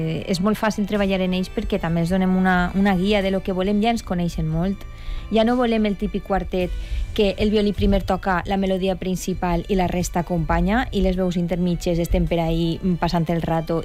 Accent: Mislata, Valencian Community, Spain

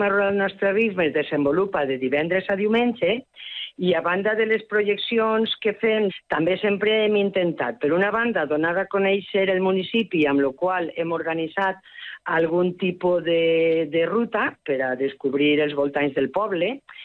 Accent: Valencian Community, Spain; born there; moved away as an adult; now in Els Ports, Spain; Jo soc nascuda a l'Horta, allà al Boralla. Després fa més de 20 anys que estic a la comarca dels Ports

